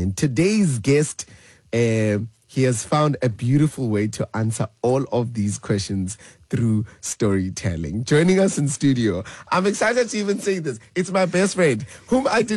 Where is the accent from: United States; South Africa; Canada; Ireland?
South Africa; I think growing up in Ekasi, where most kids don't have father figures, also made me feel normal.